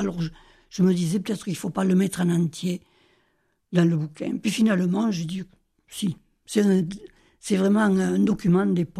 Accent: Viterbe, Occitanie, France; moved away; je suis née à Viterbe et pendant les 20 premières années, j'allais à la messe

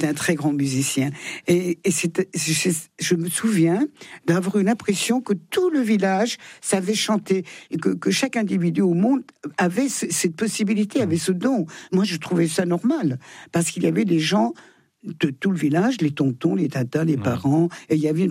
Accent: Thonon-les-Bains, Auvergne-Rhône-Alpes, France; born there; Je suis née à Thonon.

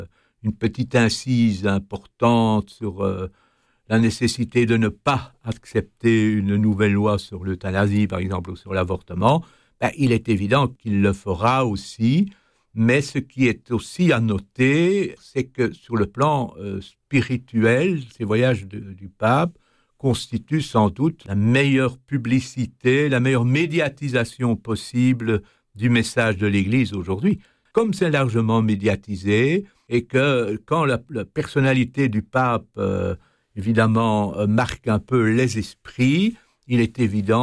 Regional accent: Belgium; chez nous en Belgique

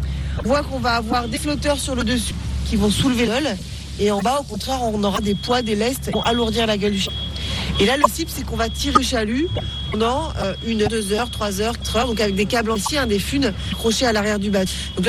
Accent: Brittany, France; On dit bao, sinon chez nous en Bretagne.

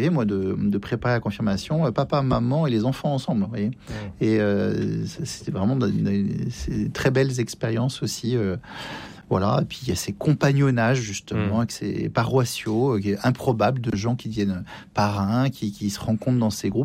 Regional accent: France; Et puis quand on est français, que voulez-vous, on se refait pas.

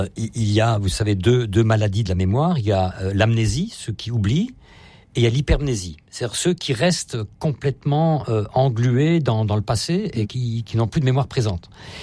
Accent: Strasbourg, Grand Est, France; je suis strasbourgeois, donc en Alsace, nous avons le seul camp de concentration qui a été construit en France

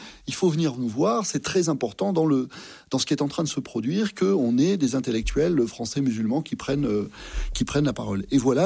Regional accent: Massif Central, France; moi je suis originaire du Massif Central, alors j'aime beaucoup la capitale, mais c'est quand même pas mon milieu naturel.

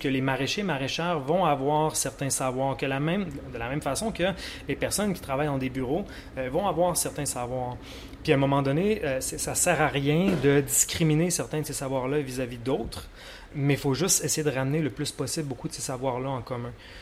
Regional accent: Canada; les Premières Nations de soi-disant Canada, là d'où je viens

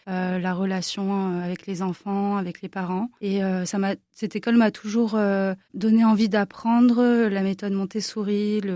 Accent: Toulon, Provence-Alpes-Côte d'Azur, France; Je suis de Toulon.

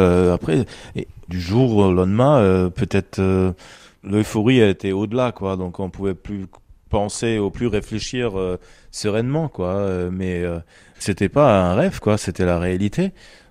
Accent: Germany; comme on habite pas loin de Berlin, en tant que bon allemand

